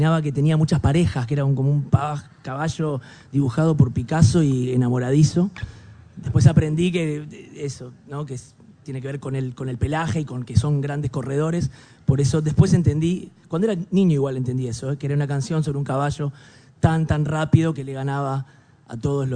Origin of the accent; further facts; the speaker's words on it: Montevideo, Uruguay; yo soy de Montevideo, no tengo una cultura campestre.